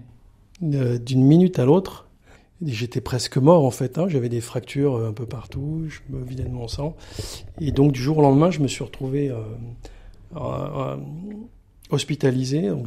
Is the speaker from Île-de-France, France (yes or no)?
yes; Draveil, Île-de-France, France; born there; Donc on s'est un peu baladé, mais je suis né à Draveil.